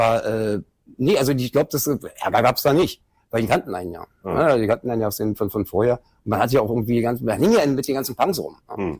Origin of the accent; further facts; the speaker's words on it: Kreuzberg, Berlin, Germany; also born or lived in Schöneberg; Nee, geboren in Schöneberg, groß geworden in Kreuzberg.